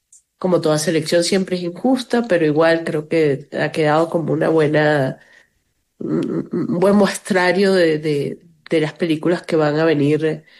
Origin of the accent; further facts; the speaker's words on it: Venezuela; moved away; somos cineastas venezolanos que estamos alrededor del mundo haciendo películas